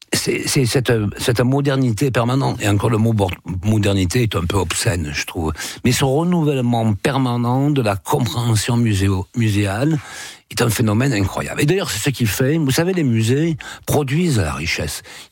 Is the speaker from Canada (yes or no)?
no; Southern France, France; accent: southern; Vous voyez, j'ai un accent du Sud